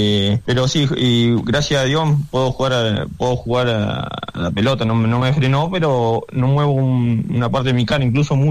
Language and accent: Spanish; Neuquén, Argentina; la verdad que soy de Neuquén, pero se me ha pegado un poquito la tonada. Es difícil todo el día escuchando a los cordobeses que no se te pegue un poco.